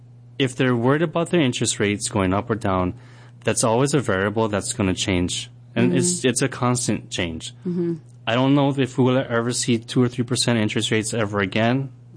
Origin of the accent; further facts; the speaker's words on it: Kaneohe, Hawaii, United States; I grew up in Kaneohe. You know, we made our own way.